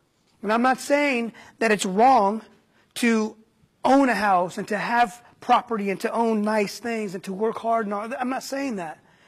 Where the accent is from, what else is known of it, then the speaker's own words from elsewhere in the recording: Oceano, California, United States; In Oceano, where I grew up